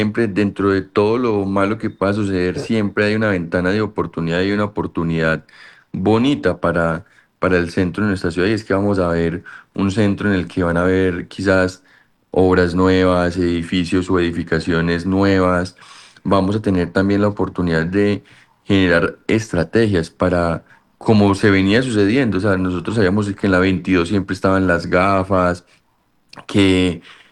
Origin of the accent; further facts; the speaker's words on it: Pereira, Risaralda, Colombia; nosotros como pereiranos y como colombianos también